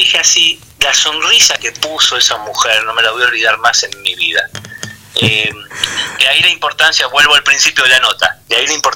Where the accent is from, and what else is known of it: Argentina